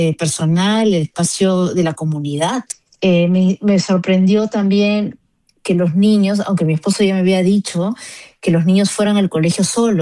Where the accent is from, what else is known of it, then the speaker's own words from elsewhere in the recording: Peru; moved away; cuando venimos de Perú o de un país latinoamericano